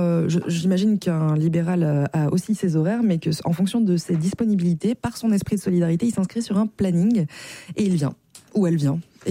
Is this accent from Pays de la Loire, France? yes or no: no; Nouvelle-Aquitaine, France; Mais c'est déjà le cas chez nous, en Haute-Vienne.